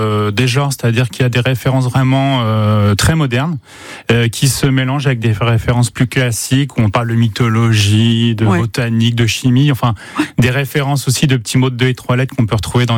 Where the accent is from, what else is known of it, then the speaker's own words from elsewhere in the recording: Rouen, Normandy, France; born there; mes parents sont ch'tis. Donc moi, d'accord, je suis né à Rouen, donc forcément, j'ai des attaches normandes, et puis j'aime ma région